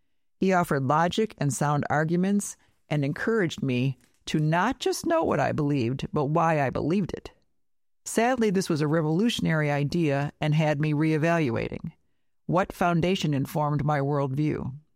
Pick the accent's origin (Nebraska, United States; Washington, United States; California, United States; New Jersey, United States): California, United States; I grew up in California as an atheist. The Bible was not a part of my upbringing, nor was church.